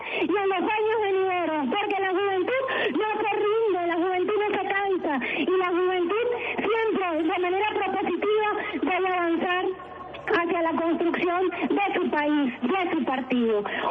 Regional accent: Venezuela

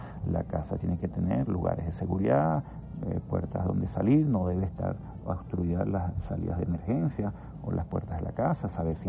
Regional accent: Venezuela

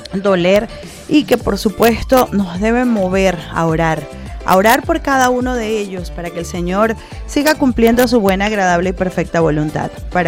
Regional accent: Venezuela; a las circunstancias que como venezolanos estamos pasando todos.

